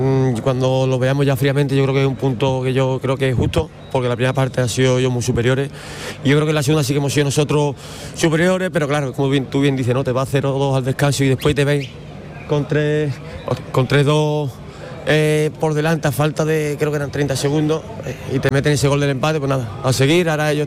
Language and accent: Spanish; Huelva, Andalusia, Spain; soy de Huelva